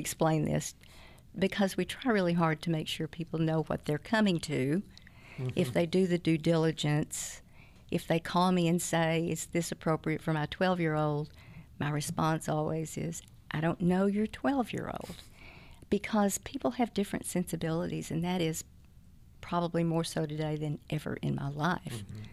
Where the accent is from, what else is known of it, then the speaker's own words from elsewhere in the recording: Fort Worth, Texas, United States; moved away as an adult; also born or lived in Arkansas; now in College Station, United States; We're from Fort Worth, but my husband took a job in Arkansas. We were there for 10 years.